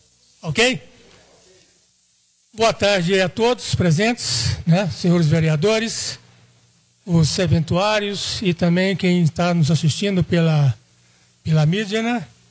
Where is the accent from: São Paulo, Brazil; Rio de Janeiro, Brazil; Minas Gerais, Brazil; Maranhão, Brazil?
Minas Gerais, Brazil; Ponte Nova; moved away as an adult; now in Ouro Preto, Brazil; Sou de Ponte Nova e estou recentemente residindo aqui, né? Me tornando um ouropretano aos poucos. Resido lá no Alto do Beleza